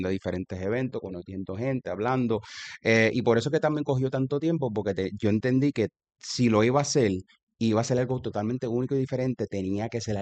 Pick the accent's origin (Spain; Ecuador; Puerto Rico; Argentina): Puerto Rico; Ponce; born there; moved away; Yo soy de Ponce.